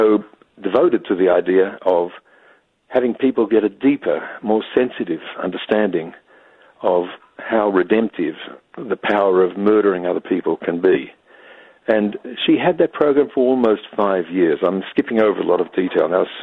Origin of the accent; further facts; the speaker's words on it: Australia; born there; Some of your listeners might be aware that I don't sound much like an American. That's because I'm an Australian, born in Australia.